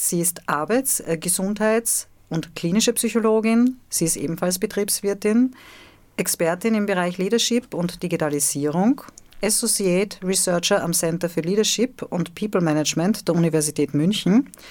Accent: Vienna, Austria; Tja, als Wienerin so zwischen Freud und Zentralfriedhof

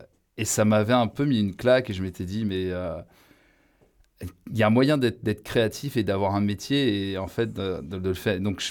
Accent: France; born there; also born or lived in Quebec, Canada; Non, je suis né en France et j'ai vécu longtemps à l'étranger.

